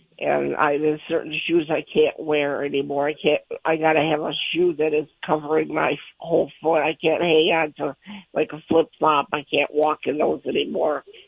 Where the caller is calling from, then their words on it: Michigan, United States; I'm calling from Michigan.